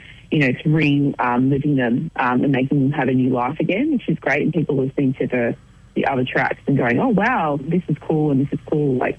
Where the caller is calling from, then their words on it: Melbourne, Victoria, Australia; Melbourne.